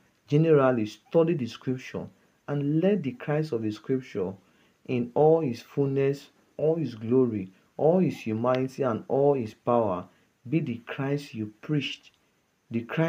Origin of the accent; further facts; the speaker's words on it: Okada, Edo, Nigeria; from Okada Town, Nigeria.